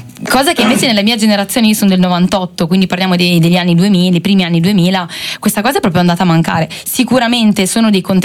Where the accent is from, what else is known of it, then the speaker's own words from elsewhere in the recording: Saronno, Lombardy, Italy; moved away; Allora, io me ne sono andata da Saronno, quindi gli aspetti negativi di Saronno ne ho sempre visti tanti, anche fin troppi.